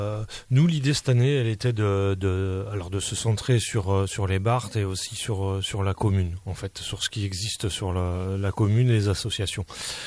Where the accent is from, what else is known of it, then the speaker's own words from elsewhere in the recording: Rennes, Brittany, France; now in Sainte-Marie, France; je suis originaire de Rennes et Pays Gallo, où on joue au Palais Breton, où j'ai toujours vu mon grand-père jouer au palais.